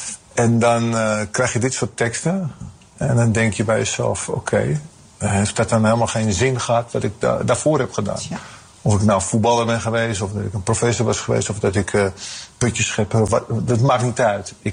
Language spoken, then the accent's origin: Dutch; Netherlands; born there; ik ben wel Nederlander. Ik voel me ook Nederlander. En ik ben trots op Nederland.